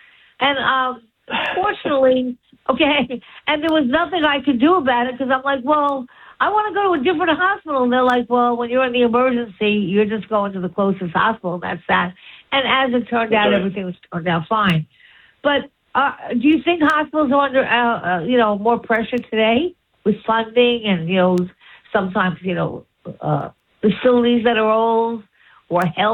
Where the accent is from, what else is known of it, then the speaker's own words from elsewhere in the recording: New York, United States; But up until then, because I'm a New Yorker, I don't know the hospitals in Florida